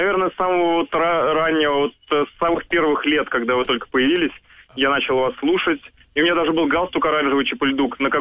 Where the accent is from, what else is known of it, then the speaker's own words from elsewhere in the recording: Tolyatti, Samara Oblast, Russia; now in Saint Petersburg, Russia; я из Петербурга, вот, приехал из Самарской области, из города Тольятти, там, где волжские автомобили делаются.